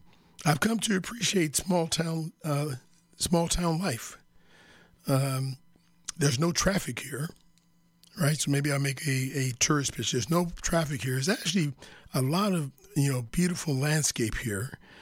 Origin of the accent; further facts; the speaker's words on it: Compton, California, United States; also born or lived in San Francisco Bay Area / Washington, D.C.; now in Binghamton, United States; Because I lived in, you know, Compton is my hometown. So I lived in Compton, L.A. County. Then I was in the San Francisco Bay Area. Then I was in Washington, D.C., right? And then here in Binghamton